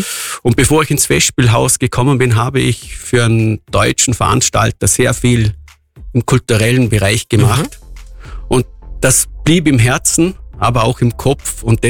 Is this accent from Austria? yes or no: yes; Bregenz, Vorarlberg, Austria; born there; Ja, ich bin gebürtiger Bregenzer mit ganz unterschiedlichen Wurzeln.